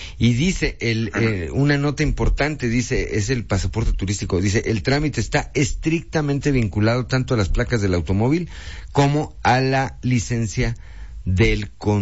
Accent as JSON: {"language": "Spanish", "region": "Coahuila", "country": "Mexico", "said": "nosotros los coahuilenses"}